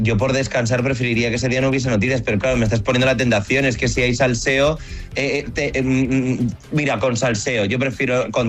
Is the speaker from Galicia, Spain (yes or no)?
no; Santander, Cantabria, Spain; yo soy de Santander